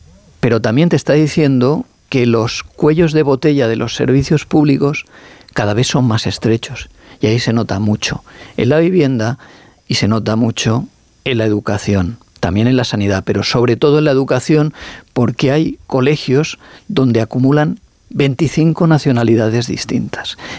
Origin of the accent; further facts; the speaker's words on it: Alicante, Valencian Community, Spain; Y soy alicantino, o sea, valenciano.